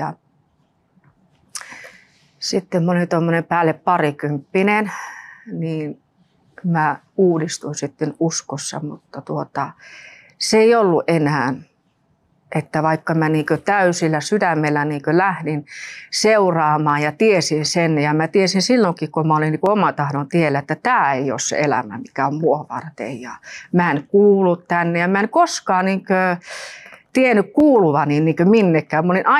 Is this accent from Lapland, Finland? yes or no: yes; Rovaniemi, Lapland, Finland; also born or lived in Nurmes; now in Espoo, Finland; Mä oon tuolta Rovaniemeltä kotoisin ja sitten me ollaan Nurmiksesta muutettu tänne Espoon puolelle.